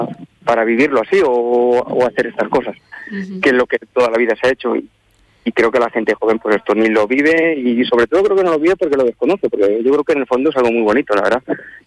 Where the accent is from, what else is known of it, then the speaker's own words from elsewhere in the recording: Castilla-La Mancha, Spain; moved away; Vamos, que yo soy de aquí, de La Mancha